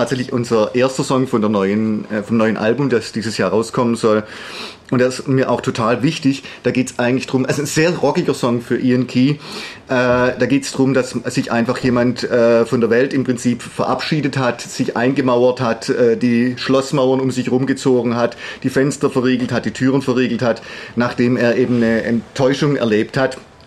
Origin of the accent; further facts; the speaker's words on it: Marbach am Neckar, Baden-Württemberg, Germany; Ich bin aus Marbach.